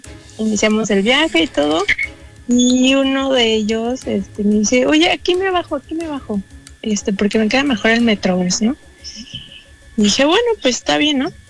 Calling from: Mexico City, Mexico; De aquí, de la CDMX.

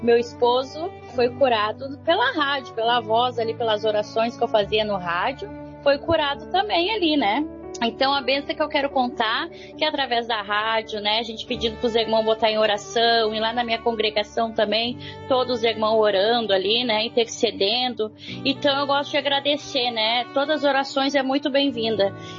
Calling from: Eldorado do Sul, Rio Grande do Sul, Brazil; aqui de Eldorado do Sul.

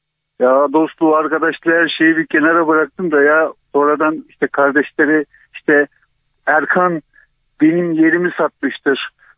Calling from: Amasya, Turkey; ben Karslı değilim, ben Amasyalıyım.

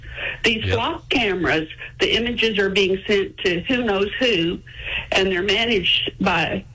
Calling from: United States; I live in a very small town. I don't live in Texarkana. I live in a small town close by.

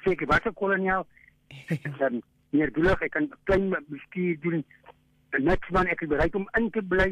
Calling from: Darling, Western Cape, South Africa; van Darling.

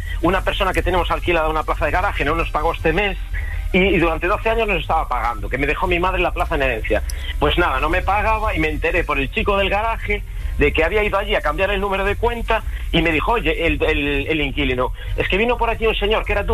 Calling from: A Coruña, Galicia, Spain; yo llamo desde La Coruña

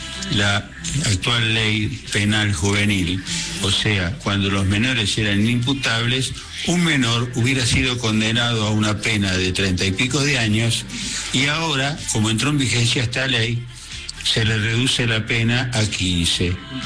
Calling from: Quilmes, Buenos Aires Province, Argentina; de Quilmes.

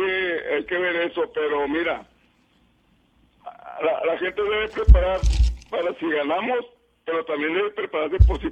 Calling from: Mexico; México, yo soy mexicano, hasta las cachas.

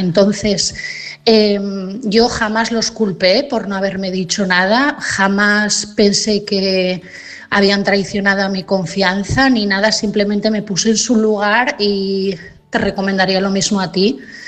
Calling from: Asturias, Spain; de Asturias.

